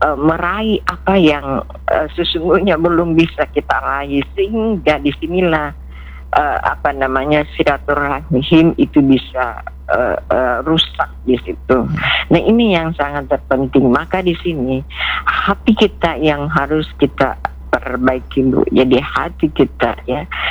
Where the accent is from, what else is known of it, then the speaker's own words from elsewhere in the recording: South Sulawesi, Indonesia; Ini juga adalah falsafah hidup kita sebagai orang Bugis.